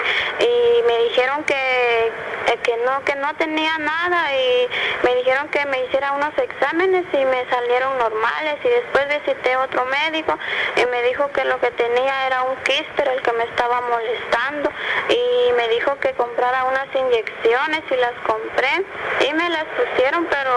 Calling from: La Democracia, Escuintla, Guatemala; De Parcelamiento Velasquito, La Democracia Escuintla.

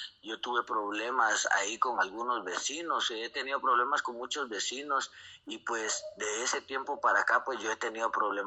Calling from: Parramos, Chimaltenango, Guatemala; Yo le llamo de aquí de Páramos, Chimaltenango.

